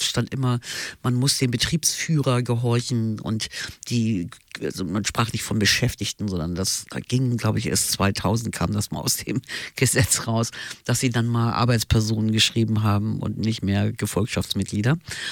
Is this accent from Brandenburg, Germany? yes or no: no; Hamburg, Germany; born there; Ich habe da natürlich jetzt hier als gebürtige Hamburgerin eine Westsozialisation.